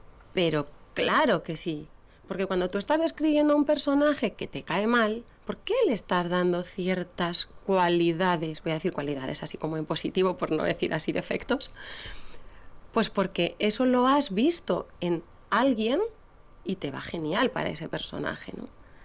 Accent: Basque Country, Spain; born there; Mi ama es gallega y mi aita es leonés. Yo nací aquí en Euskadi.

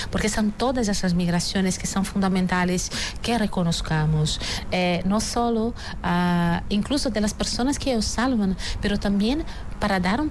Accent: Brazil; now in Spain; y ahí hablo yo, la brasileña, que también es española, que sigue moviéndome por el planeta

